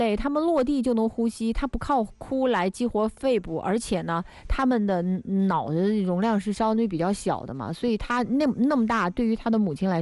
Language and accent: Chinese; China; 我们中国人